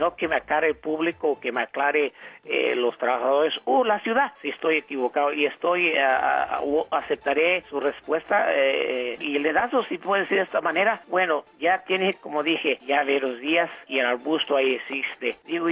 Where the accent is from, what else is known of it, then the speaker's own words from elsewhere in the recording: Mexico; Hoy en día es la temporada de la guayaba para todos los que vinimos de México, de muchos países que conocemos la fruta que es la guayaba.